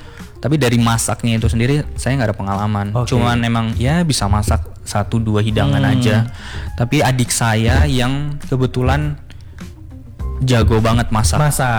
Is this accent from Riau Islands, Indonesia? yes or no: yes; Batam, Riau Islands, Indonesia; moved away as an adult; also born or lived in Jakarta / Bogor / Melbourne; Aku itu besar di Batam, terus tapi lahirnya di Jakarta.